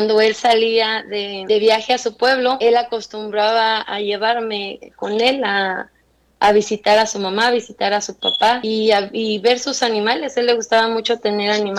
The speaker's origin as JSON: {"language": "Spanish", "region": "Mexico City", "country": "Mexico", "tie": "born or raised there", "moved": "yes", "lives_now": "Houston, United States", "said": "de aquí de Houston, Texas. Vivo aquí, pero soy de México, Distrito Federal, Iztapalapa para ser exactos. Mi papá es de un estado de México, mi mamá es de Iztapalapa, Ciudad de México."}